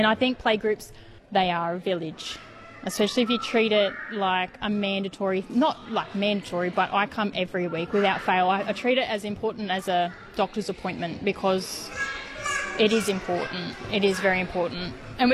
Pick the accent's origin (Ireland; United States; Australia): Australia; Kempsey, New South Wales; born there; I was born in Kempsey, and I live in South Kempsey at the moment.